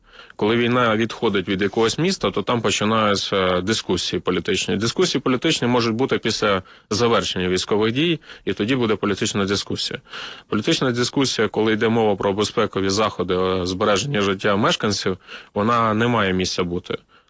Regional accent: Kyiv, Ukraine; мене, як мешканця Києва

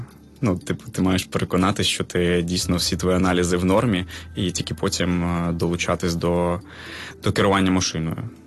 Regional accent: Donetsk Oblast, Ukraine; now in Kyiv, Ukraine; Я сам з Донецької області, і коли я приїхав до Києва, я їздив на номерах АН доволі довго.

